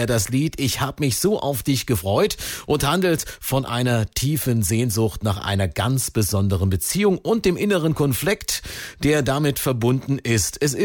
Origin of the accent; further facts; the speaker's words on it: Waltershausen, Thuringia, Germany; gibt es musikalische Grüße aus der Partnerstadt, meiner Heimatstadt Waltershausen in Thüringen.